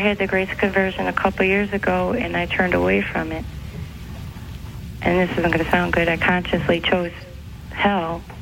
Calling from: Michigan, United States; Michigan.

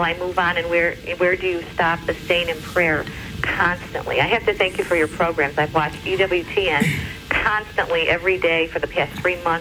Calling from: Chicago, Illinois, United States

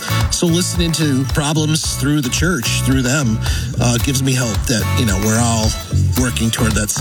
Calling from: Marilla, New York, United States; I'm from Marilla, New York.

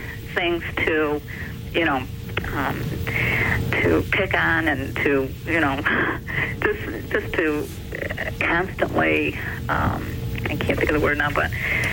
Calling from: Livonia, Michigan, United States; I'm calling from Livonia, Michigan

